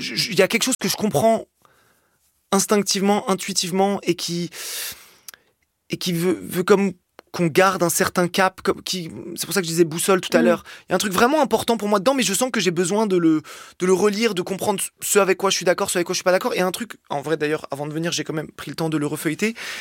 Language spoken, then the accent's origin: French; Algeria